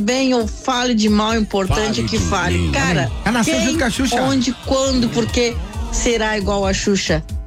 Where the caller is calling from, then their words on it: Rio Grande do Sul, Brazil; eu como boa gaúcha … nascida em 27 de março, né?